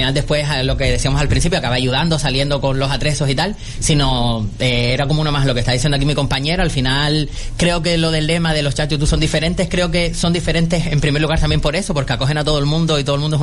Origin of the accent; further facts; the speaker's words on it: Fuerteventura, Canary Islands, Spain; moved away; Yo me crié en Fuerteventura